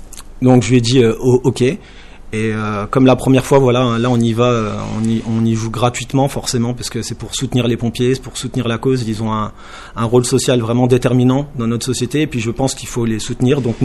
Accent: Grand Est, France; Moi je suis originaire de Gourincourt.

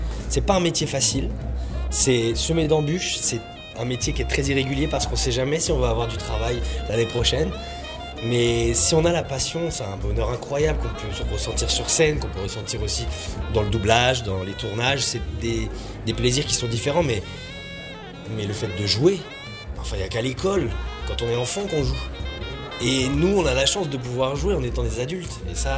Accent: Troyes, Grand Est, France; moved away as an adult; also born or lived in Sainte-Maure / Bréviandes; now in Paris, France; je suis troyen à l'origine. J'étais à Sainte-Maure, puis à Bréviande, puis à Troyes

